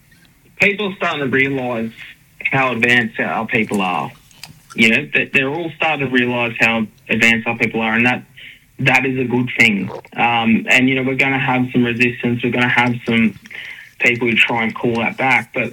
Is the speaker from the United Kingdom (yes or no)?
no; Dapto, New South Wales, Australia; when I grew up in Dapto, all places and, you know, outreach was the local liaison officer coming to the school